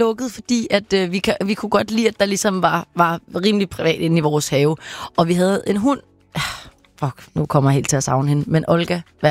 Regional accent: Capital Region of Denmark, Denmark; also born or lived in Copenhagen; Ja, det kan man sige. Vi flyttede lidt til Nordsjælland i det meste af min barndom faktisk. Men jeg blev født i København, lad os sige det sådan.

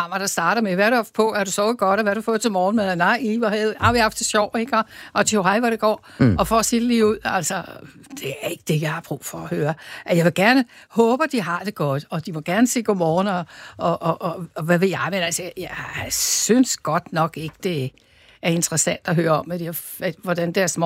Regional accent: Roskilde, Zealand, Denmark; jeg talte lidt forståeligt moderne dansk. Og så kunne de høre, at jeg var fra Roskilde.

